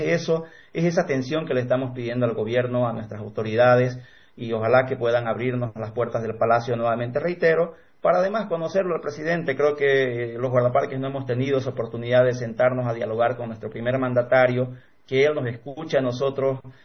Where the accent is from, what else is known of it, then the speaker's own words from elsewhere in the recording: Bolivia; este patrimonio que tenemos como pueblo boliviano